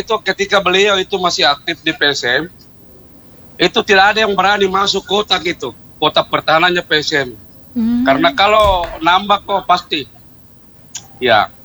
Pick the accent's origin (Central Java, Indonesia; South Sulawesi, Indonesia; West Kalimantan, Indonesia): South Sulawesi, Indonesia; Makassar; Jadi memang terbukti kita Bugis Makassar.